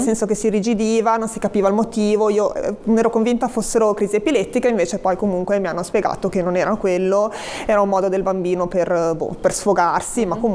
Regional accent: Genoa, Liguria, Italy; perché noi siamo di San Pier d'Arena, dovremmo andare a Molassana.

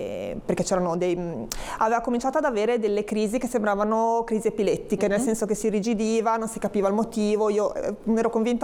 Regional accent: Genoa, Liguria, Italy; noi siamo di San Pier d'Arena, dovremmo andare a Molassana

